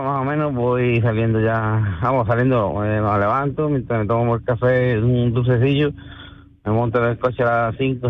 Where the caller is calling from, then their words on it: Rociana del Condado, Andalusia, Spain; Yo vivo, vamos, soy de Rociana, pero vivo ahora en Cortegana.